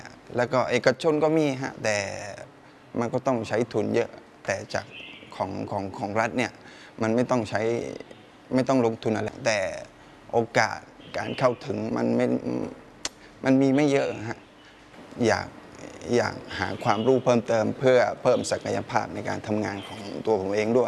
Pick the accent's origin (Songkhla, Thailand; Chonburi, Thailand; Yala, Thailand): Yala, Thailand; บ้านอยู่ท่าสาบอำเภอเมืองเป็นคนยะลาโดยกำเนิดครับ